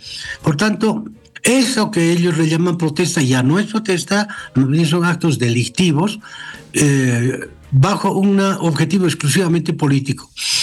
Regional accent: Bolivia; los demás no somos bolivianos para ellos

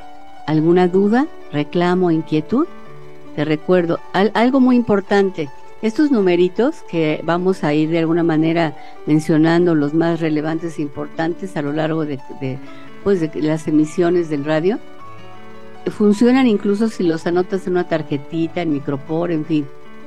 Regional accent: Mexico

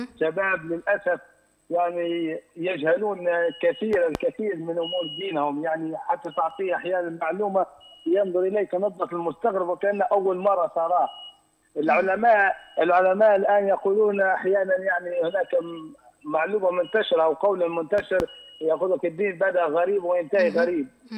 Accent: Libya; نتمنى إن شاء الله يا رب يعم السلام على بلادنا ليبيا الحبيبة ونيهدي شبابنا

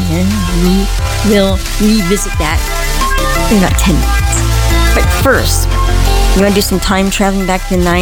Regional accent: California, United States; moved away as an adult; also born or lived in Oregon / Albany, New York / Seattle; now in Phoenix, United States; In Oregon and growing up in California, didn't see anything like that. But when I moved to Albany, New York as an adult on the West East Coast

